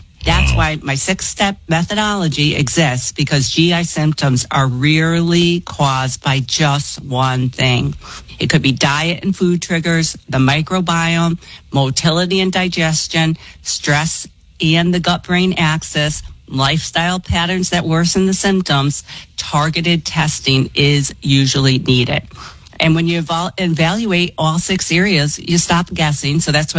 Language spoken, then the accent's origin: English; Ireland; And don't forget … so we don't count alcohol calories, right?